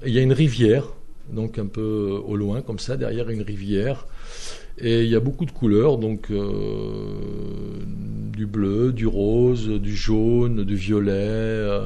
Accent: France; born there; Moi je ne viens pas d'Algérie, je suis né en France, mais j'ai repris contact avec ma famille là-bas.

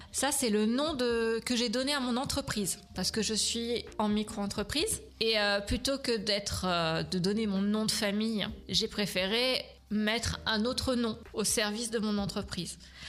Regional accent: Paris, Île-de-France, France; born there; also born or lived in Arles; now in Aube, France; Alors, moi je suis originaire de Paris. Et j'ai vécu donc une dizaine d'années sur la banlieue parisienne et ensuite une dizaine d'années dans le sud, dans une ville qui s'appelle Arles, en Provence. Voilà, et puis je suis arrivée dans l'Aube que très récemment

